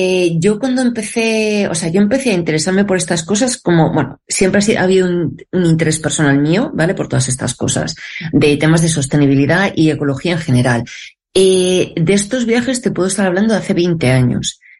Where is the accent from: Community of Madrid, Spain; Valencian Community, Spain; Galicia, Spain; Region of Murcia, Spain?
Community of Madrid, Spain; Madrid; moved away as an adult; also born or lived in France; Y luego cuando me volví a vivir, porque yo soy de Madrid, ¿no? Pues me volví aquí a vivir